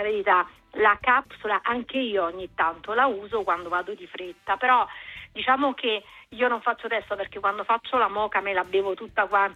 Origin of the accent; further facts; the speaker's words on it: Naples, Campania, Italy; Io sono napoletana